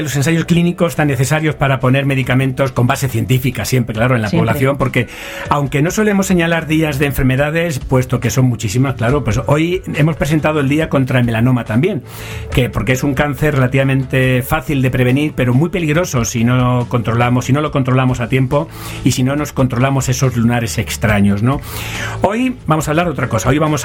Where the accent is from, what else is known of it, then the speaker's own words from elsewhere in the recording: Esparragalejo, Extremadura, Spain; Esparragalejo. Eso es primicia mundial, que es mi pueblo